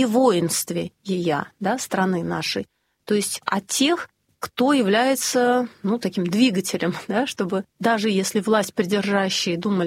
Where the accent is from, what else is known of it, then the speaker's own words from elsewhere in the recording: Saint Petersburg, Russia; мы, петербуржцы